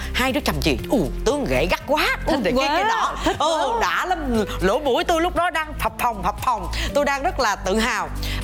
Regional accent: Vĩnh Long, Vietnam; moved away as an adult; Ngày xưa tôi 16 tuổi, tôi đã là hoa khôi của trường của tôi, một cái ngôi trường lớn nhất ở tỉnh Vĩnh Long rồi.

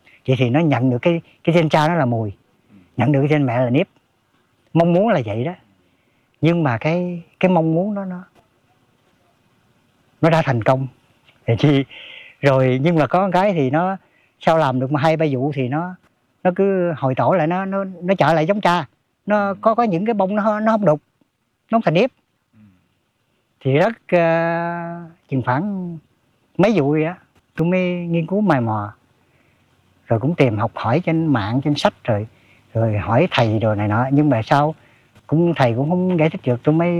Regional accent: An Giang, Vietnam; born or raised there

